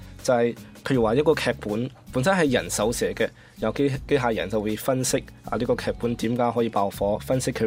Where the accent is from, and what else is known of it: Guangzhou, Guangdong, China